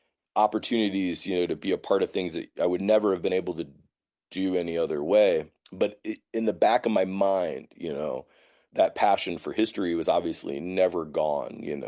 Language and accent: English; Lorain, Ohio, United States; now in Athens, United States; I grew up in Lorain, Ohio. So up on Lake Erie outside of Cleveland.